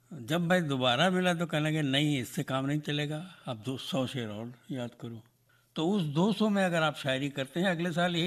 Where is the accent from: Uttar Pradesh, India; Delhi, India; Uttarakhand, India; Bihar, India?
Uttar Pradesh, India; Balrampur; born there; now in Gorakhpur, India; मैं बलरामपुर में पैदा हुआ